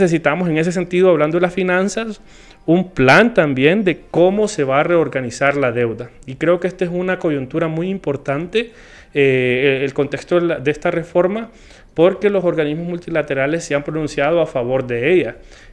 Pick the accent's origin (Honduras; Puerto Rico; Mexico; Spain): Honduras; Tenemos que ver como hondureños